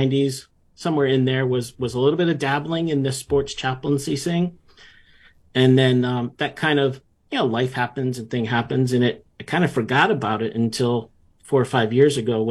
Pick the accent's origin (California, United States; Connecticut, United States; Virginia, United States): Connecticut, United States; North Branford; Well, I grew up here in Connecticut, southern Connecticut, in a town called North Branford. Lived here all my life, and it's in New Haven County. So on the kind of the beautiful shoreline of Connecticut is where I'm from and where I've grown up and a native of.